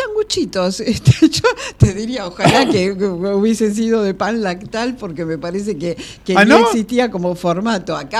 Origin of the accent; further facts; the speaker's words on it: General Alvear, Mendoza, Argentina; born there; moved away; el lugar donde nací, en General Alvear, en Mendoza